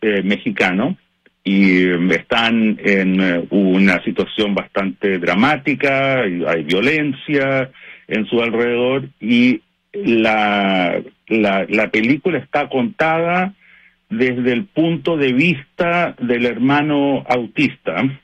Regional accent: Chile; now in Vancouver, Canada; Yo soy chileno, por si no se nota por el acento, y he estado en contacto con el consulado. Justo me pillaste ahora, te estoy llamando desde Vancouver, Jorge.

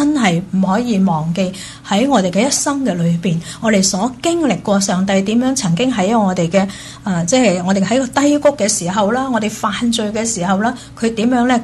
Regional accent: China; 所以呢，我们中国人呢成日都有一句说话呢

